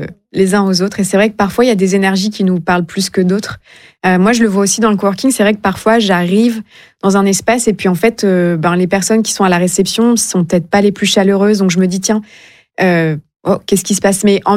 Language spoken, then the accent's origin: French; Réunion, France; Évidemment, je suis française, mais j'ai grandi aussi à La Réunion. Donc, j'ai grandi dans une île, dans un dom-tom.